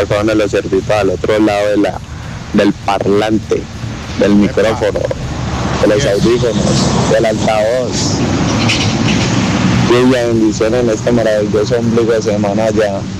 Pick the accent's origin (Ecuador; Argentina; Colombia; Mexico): Colombia; Pereira, Risaralda; also born or lived in Cartago; Pero así es la iglesia, yo me crié en Pereira y Cartago.